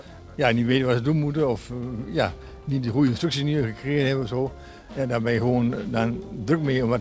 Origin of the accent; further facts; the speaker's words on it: Doetinchem, Gelderland, Netherlands; born there; Ja, ik ben geboren in Doetinchem.